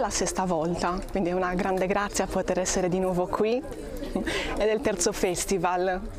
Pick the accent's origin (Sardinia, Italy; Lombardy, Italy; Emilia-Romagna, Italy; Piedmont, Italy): Sardinia, Italy; Sennori; Io vengo dalla Sardegna, più precisamente Sennori, un paesino vicino Sassari. Dal nord Sardegna.